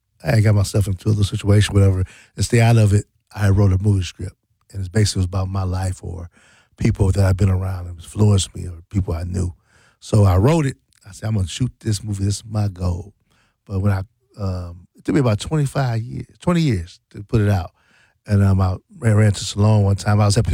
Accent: Milwaukee, Wisconsin, United States; I come from 19th and Locust, born and raised in Milwaukee.

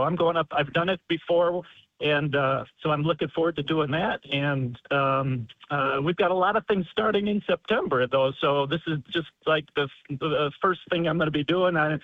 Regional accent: Wisconsin, United States; I grew up in Racine County, Steve.

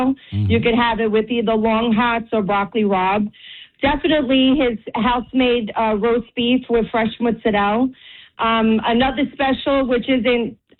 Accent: Hoboken, New Jersey, United States; moved away as an adult; now in Clifton, United States; we grew up in Hoboken, my husband and I, and moved out to Sea Caucus.

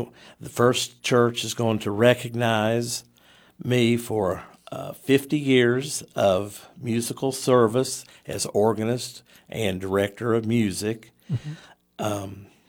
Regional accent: Bluefield, West Virginia, United States; also born or lived in Portsmouth, Virginia; I'm from Bluefield, yes. I was raised here. I was born in Portsmouth, Virginia, but my family lived here. And we still live in our home place on North Street.

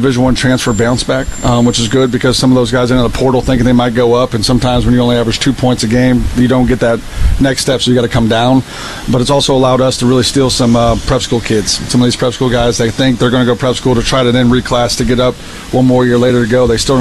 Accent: Peoria, Illinois, United States; Originally from Peoria, Illinois.

